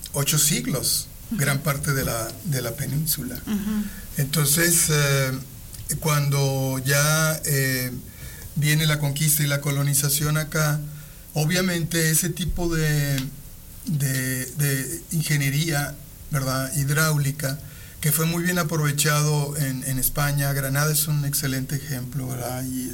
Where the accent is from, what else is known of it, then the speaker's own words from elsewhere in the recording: Aguascalientes, Mexico; yo soy del Encino